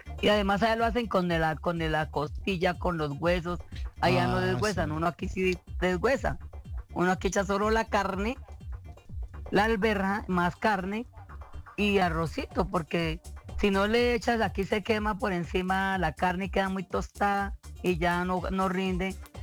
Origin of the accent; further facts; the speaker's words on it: Chaparral, Tolima, Colombia; Bueno, yo soy tolimense neta. La lechona de allá, del Tolima, bueno, de mi chaparral, nosotros la hacíamos con alberja nada más